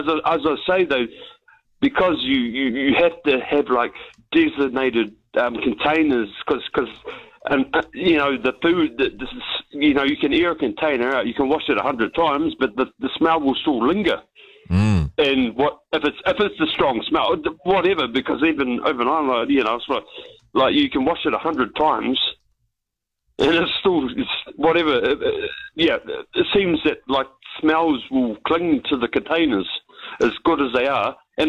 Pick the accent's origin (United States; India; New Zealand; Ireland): New Zealand; Canterbury; Look, I'm from Canterbury, and obviously I was a fan of Fraser